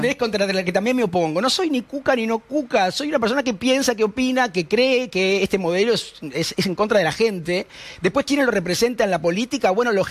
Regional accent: Uruguay; now in Argentina; siendo uruguayo, no podría llegar muy lejos.

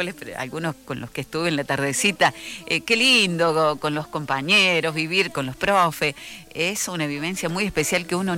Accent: Argentina; así somos los argentinos.

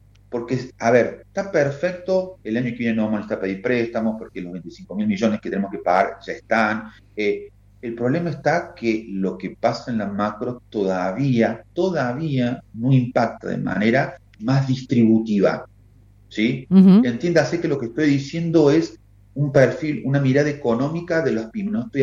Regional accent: Argentina; ¿Nosotros somos residentes los argentinos? Sí.

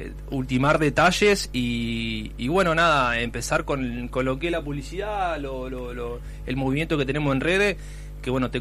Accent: General Roca, Río Negro, Argentina; Yo soy de Roca.

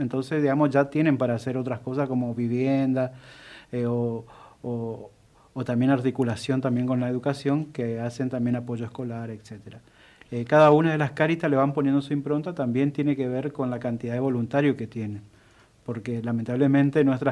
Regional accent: Argentina

